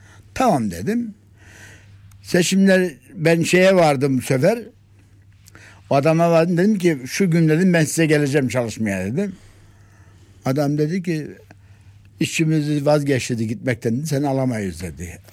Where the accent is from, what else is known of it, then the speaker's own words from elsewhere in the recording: Zile, Kayseri, Turkey; born there; Kayseri'nin Develi Kazası'nın Zile mahallesi oldu şimdi. Zile köyünden doğdum.